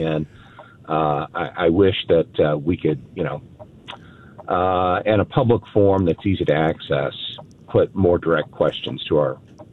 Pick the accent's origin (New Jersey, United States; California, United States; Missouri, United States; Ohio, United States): Missouri, United States; Boone County; You know, I'm 60 years old. I grew up in Boone County.